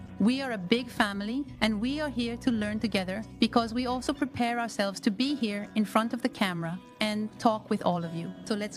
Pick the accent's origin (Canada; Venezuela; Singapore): Venezuela; Nueva Esparta; English is a second language; moved away as an adult; I am from Venezuela. From the island of Maria la Virgen del Daile, of course, it had a very important impact on my life, my history, my upbringing.